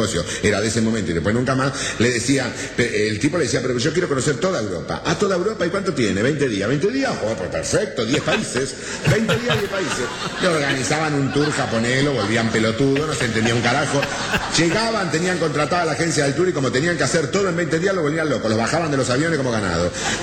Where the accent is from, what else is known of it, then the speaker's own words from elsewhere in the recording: Argentina; lo que me estremecía era pensar lo vivo que son los tanos para explotar el turismo y lo boludo que somos los argentinos.